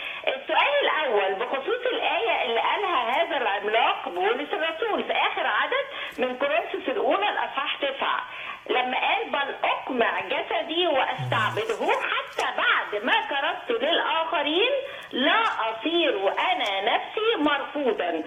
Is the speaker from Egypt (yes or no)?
yes; Egypt; born there; بلدي مصر لاني مصرية وولدت في ثقافة اسلامية